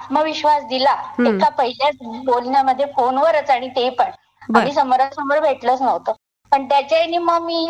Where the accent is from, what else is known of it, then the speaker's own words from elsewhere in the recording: Akola, Maharashtra, India; also born or lived in Mumbai; मी मूळची अकोल्याचीच आहे, माझं माहेर सासर सगळं अकोल्याचंच आहे. मी मध्यंतरी काही कालावधी मुंबईला होती, त्यानंतर परत अकोल्याला आलेली आहे.